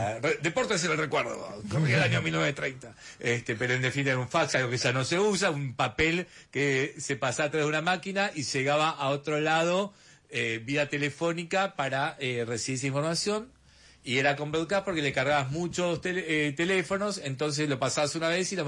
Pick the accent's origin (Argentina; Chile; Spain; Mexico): Argentina; eso somos los argentinos